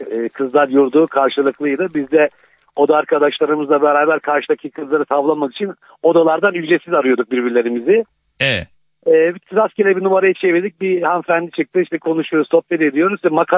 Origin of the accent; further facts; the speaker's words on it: Bolu, Turkey; Ben Bolu'yum.